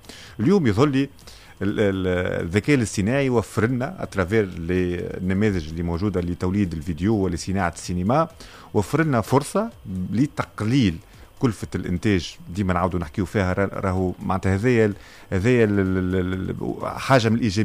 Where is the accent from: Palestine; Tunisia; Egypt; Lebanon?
Tunisia; كما نقولوا احنا تونسيه